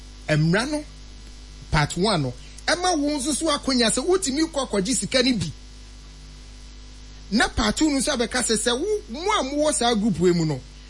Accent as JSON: {"language": "English", "country": "Ghana", "said": "So you can't tell me as a Ghanaian licensed Ghanaian filmmaker, I'm a licensed registered company."}